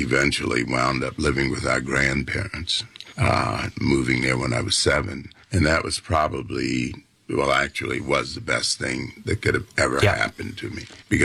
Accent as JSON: {"language": "English", "town": "Savannah", "region": "Georgia", "country": "United States", "tie": "born or raised there", "said": "Well, I was born in Pinpoint, but most of my growing up, I've been fortunate."}